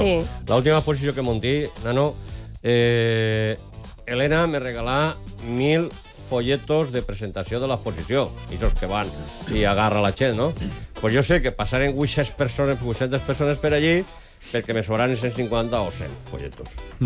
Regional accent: Valencian Community, Spain; born there; also born or lived in Jaén, Spain; Jo no soc nascut així en València, jo soc nascut en Jaén

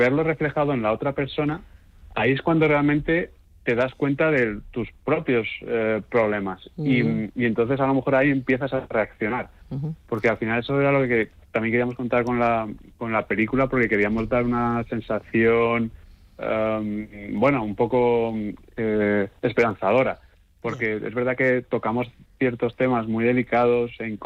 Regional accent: Alicante, Valencian Community, Spain; Además, Sonia y yo, claro, somos de Alicante.

